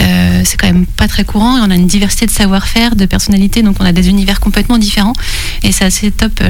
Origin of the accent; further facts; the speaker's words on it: Pays de la Loire, France; Moi, je suis de Corcoy-sur-Logne, donc à une demi-heure de Salerten.